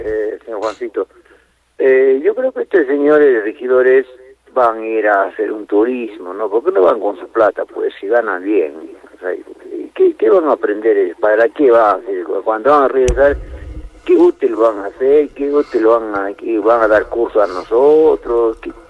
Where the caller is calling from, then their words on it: Peru; nosotros, pues, peruanos netos, a eso somos los verdaderos peruanos